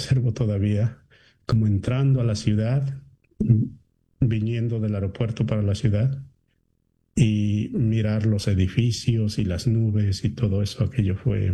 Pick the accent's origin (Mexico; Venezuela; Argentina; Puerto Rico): Mexico; moved away; tengo presente el día que llegué a Chicago fue el 10 de agosto del año 2006, a la primera vez que salí de México al extranjero.